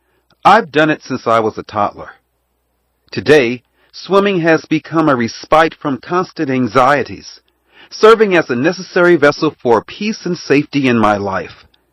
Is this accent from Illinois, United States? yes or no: yes; Chicago, Illinois, United States; also born or lived in Detroit; I was born in Detroit and raised in Chicago, but I spent many summers in the former with my dad's side of the family.